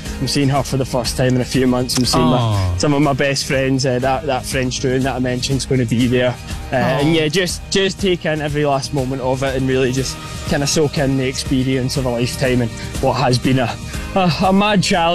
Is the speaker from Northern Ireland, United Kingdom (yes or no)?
no; Scotland, United Kingdom; being the Scottish version